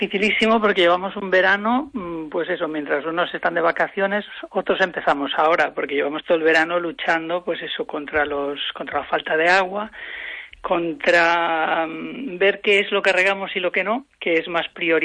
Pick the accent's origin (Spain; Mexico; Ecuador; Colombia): Spain; Galicia